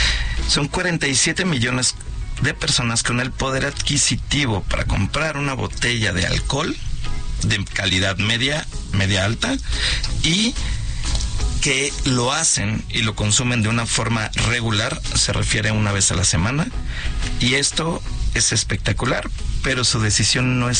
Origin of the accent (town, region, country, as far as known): Mexico